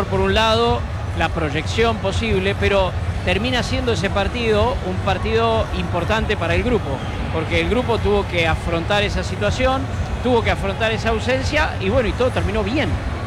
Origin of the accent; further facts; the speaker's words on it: San Isidro, Buenos Aires Province, Argentina; Soy de San Isidro, aparte de Juan.